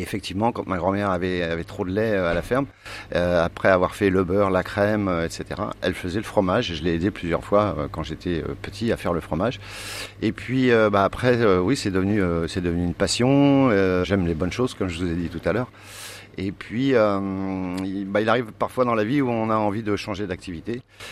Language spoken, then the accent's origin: French; Rouen, Normandy, France; also born or lived in Noirmoutier; comme je suis natif de Rouen, j'ai choisi la Normandie.